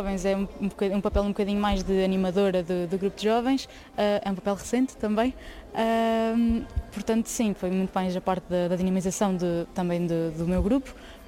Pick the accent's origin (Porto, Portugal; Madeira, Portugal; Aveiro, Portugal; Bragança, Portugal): Aveiro, Portugal; sou de Aveiro e tenho 21 anos.